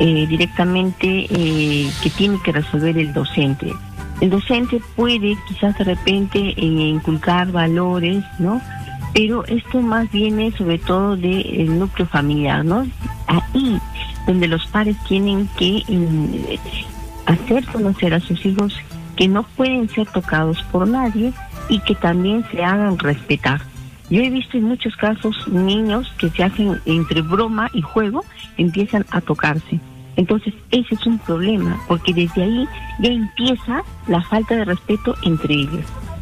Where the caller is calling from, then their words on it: Arequipa, Peru; de Arequipa.